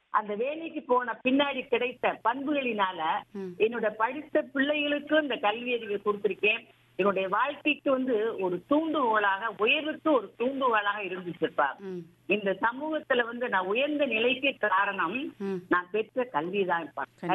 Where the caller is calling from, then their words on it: Theni district, Tamil Nadu, India; இனிய காலை வணக்கம் கூறுவது தேனி மாவட்டம்